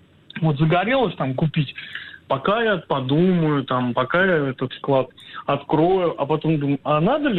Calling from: Moscow, Russia; я из Москвы.

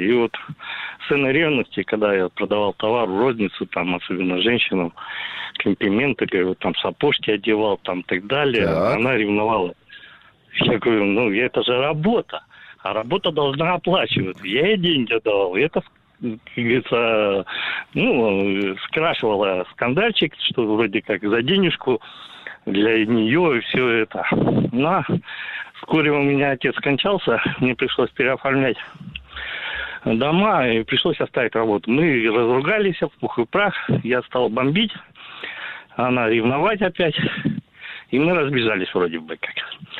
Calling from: Novosibirsk, Novosibirsk Oblast, Russia; Я из Новосибирска.

